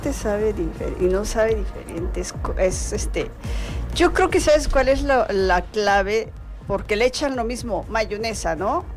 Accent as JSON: {"language": "Spanish", "town": "Tehuacán", "region": "Puebla", "country": "Mexico", "said": "aquí somos eloteros desde siempre, bueno, somos la cuna del maíz"}